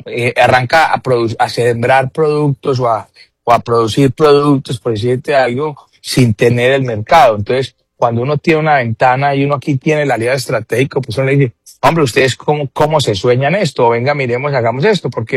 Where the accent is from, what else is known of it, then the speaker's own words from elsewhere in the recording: Colombia; voy a tratar de primero impulsar mi país, que es donde, pues, que es de donde soy